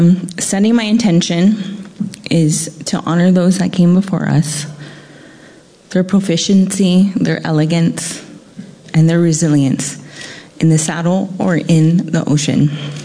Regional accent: Haleiwa, Hawaii, United States; from Hala'iwa.

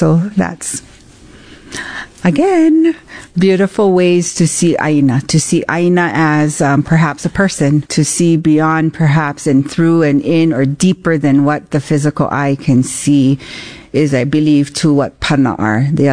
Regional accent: Hawaii, United States; After all, we are in Hawaii. We are Hawaiian.

